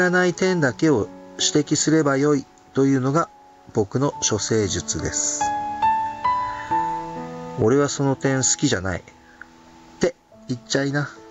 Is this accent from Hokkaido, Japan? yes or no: yes; Sapporo, Hokkaido, Japan; 地元札幌の友人たちと遊んでました。